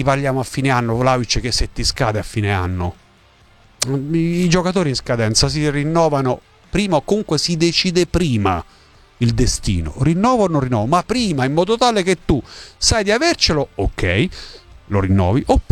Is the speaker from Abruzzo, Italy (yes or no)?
yes; Abruzzo, Italy